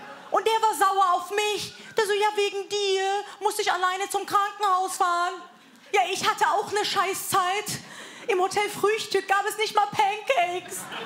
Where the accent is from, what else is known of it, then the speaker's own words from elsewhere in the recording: Wiesbaden, Hesse, Germany; Da, wo ich herkomme, wird es einfach zugetackert und gut ist. Und damit meine ich nicht Iran, sondern Wiesbaden.